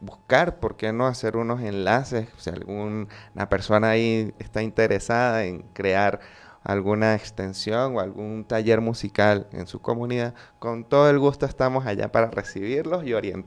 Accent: Mérida, Venezuela; Somos una ciudad muy cultural, y yo creo que esto en gran parte al gran nivel académico que tenemos aquí en nuestra región, y también en esa necesidad que hemos tenido, que siempre como andinos, de llevar la punta de la lanza en cuanto a cultura.

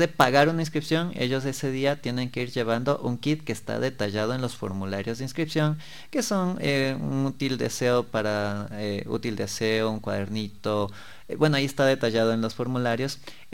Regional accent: Ecuador; nuestro país

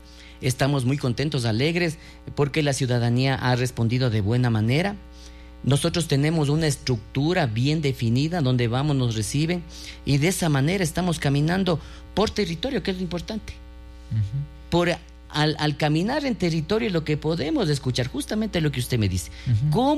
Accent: Salcedo, Cotopaxi, Ecuador; los ciudadanos que somos de Salcedo.

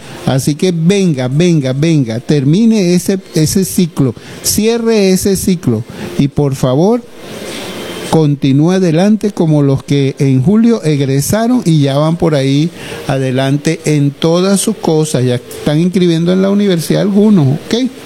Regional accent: Los Llanos, Venezuela; porque somos llaneros, porque estamos en la puerta del llano

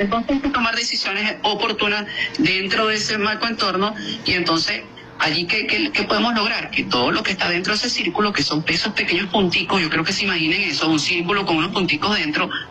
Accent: Venezuela; Nosotros, como venezolanos

